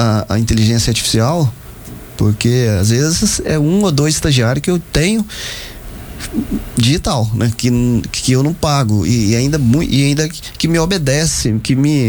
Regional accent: Britânia, Goiás, Brazil; Eu morava em Britânia, que eu mudei de Britânia com 10 anos, ou seja, eu devia ter 7, 8 anos.

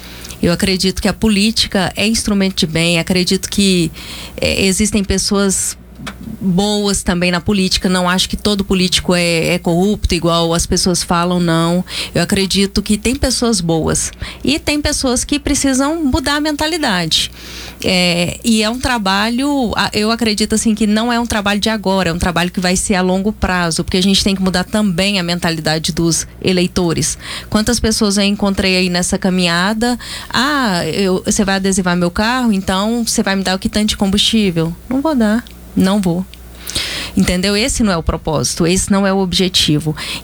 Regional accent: Anápolis, Goiás, Brazil; nós, eleitores anapolinos

